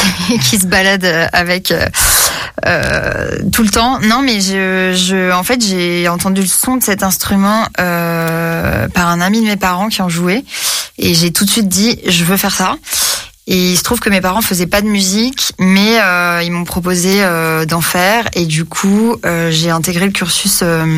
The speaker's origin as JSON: {"language": "French", "town": "Bordeaux", "region": "Nouvelle-Aquitaine", "country": "France", "moved": "as an adult", "lives_now": "Paris, France"}